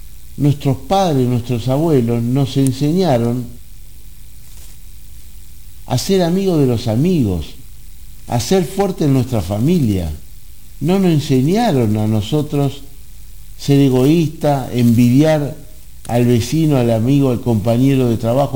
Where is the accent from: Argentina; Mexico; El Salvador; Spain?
Argentina; necesitamos encontrarnos, los argentinos.